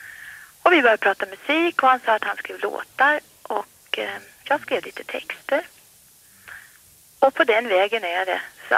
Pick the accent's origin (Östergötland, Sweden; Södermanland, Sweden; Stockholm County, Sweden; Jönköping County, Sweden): Södermanland, Sweden; Björkvik; moved away as an adult; jag är från Björkvik. Jag är barnfödd här i Björkvik.